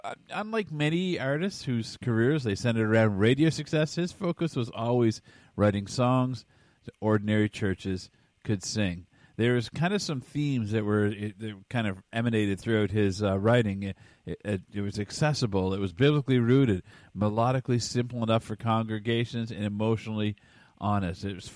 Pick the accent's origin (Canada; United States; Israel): Canada; as a Canadian boy, Canadian worship artist, with his passing, we want to be praying for his family.